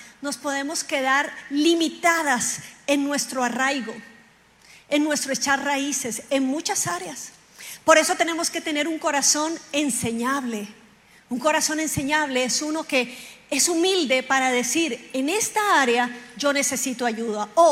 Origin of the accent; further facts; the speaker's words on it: Colombia; uno piensa, como colombiano, uno piensa, quién sabe cuánto le cobraron a esos por la bicicleta